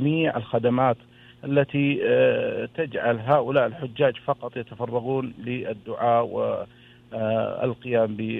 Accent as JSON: {"language": "Arabic", "country": "Saudi Arabia", "said": "الموروث العربي الأصيل الذي نفخر حقيقة نحن كمواطنين سعوديين"}